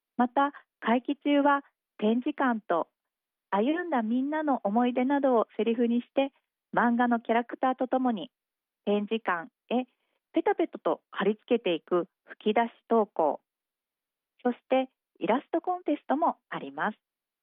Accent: Ainan, Ehime, Japan; now in Matsuyama, Japan; 私自身も愛南町で生まれ育って、

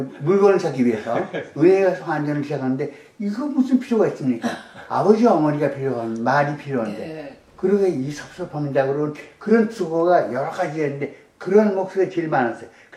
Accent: Seoul, South Korea; born there; 근데 내가 하는 난 서울 태생인데 네.

